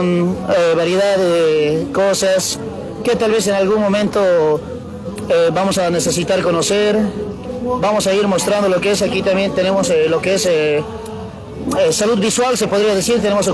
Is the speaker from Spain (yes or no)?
no; Bolivia